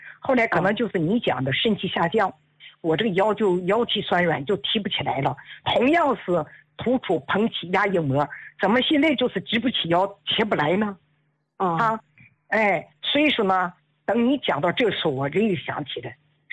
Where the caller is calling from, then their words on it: Dalian, Liaoning, China; 我今年70岁了，我是大连的听众哈。